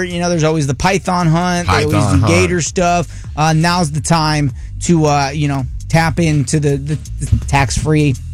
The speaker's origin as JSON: {"language": "English", "region": "Michigan", "country": "United States", "tie": "born or raised there", "said": "I grew up in Michigan."}